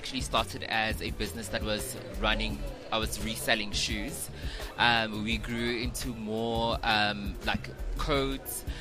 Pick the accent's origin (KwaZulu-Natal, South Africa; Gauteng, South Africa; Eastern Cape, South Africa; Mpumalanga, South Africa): Gauteng, South Africa; Randfontein; I'm from Mohlakeng in Randfontein.